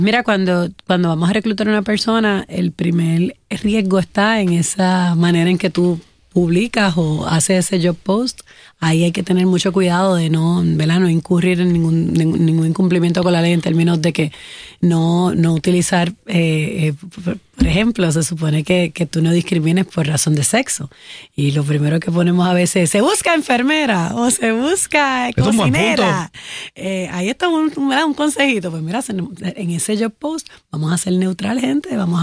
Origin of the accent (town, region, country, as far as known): Puerto Rico